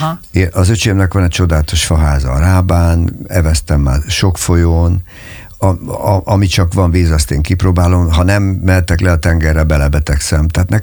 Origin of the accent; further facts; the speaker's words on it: Lake Balaton, Hungary; egy hatalmas angol parkban nőttem föl, két kastélyban, aminek az egyik vége a Balaton volt.